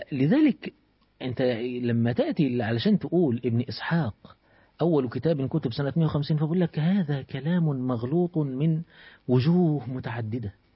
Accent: Egypt; الثورة العربية دي حصلت عندنا في مصر سنة 1882

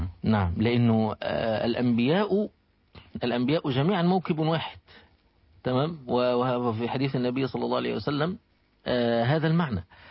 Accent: Egypt; باعتباري شخص مصري

